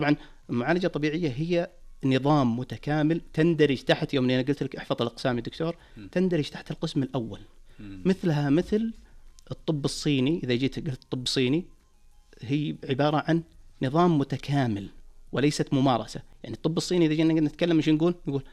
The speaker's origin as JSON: {"language": "Arabic", "country": "Saudi Arabia", "said": "عندنا في المملكة العربية السعودية"}